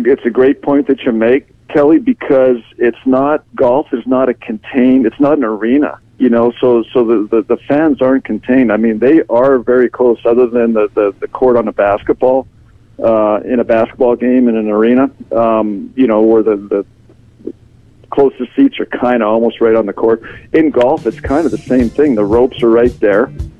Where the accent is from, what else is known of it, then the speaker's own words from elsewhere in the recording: Canada; moved away as an adult; I'm still Canadian